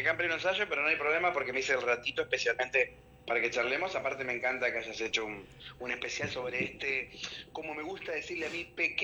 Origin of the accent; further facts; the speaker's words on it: Rosario, Santa Fe, Argentina; yo como rosarino